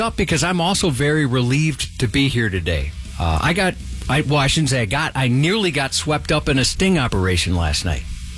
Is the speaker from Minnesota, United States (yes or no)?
yes; Minneapolis, Minnesota, United States; I grew up in Minneapolis